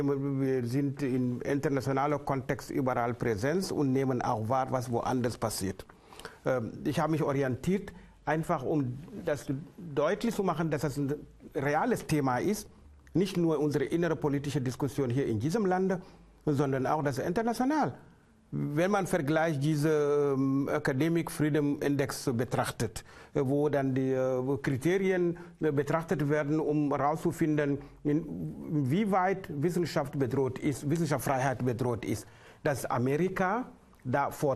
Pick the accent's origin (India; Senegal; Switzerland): Senegal; now in Germany